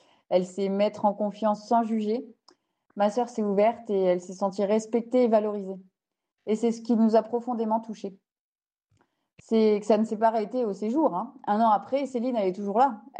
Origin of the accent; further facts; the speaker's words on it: Bourgogne-Franche-Comté, France; Alors, nous, il faut savoir qu'on vient de Bourgogne. Donc, c'est à 8 heures de route de Charente.